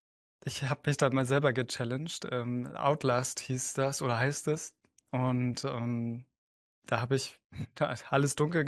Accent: Schwerin, Mecklenburg-Vorpommern, Germany; Ich komme aus Schwerin, in Mecklenburg-Vorpommern.

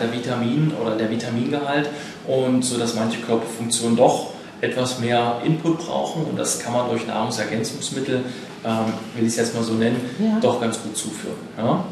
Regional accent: Halle, Saxony-Anhalt, Germany

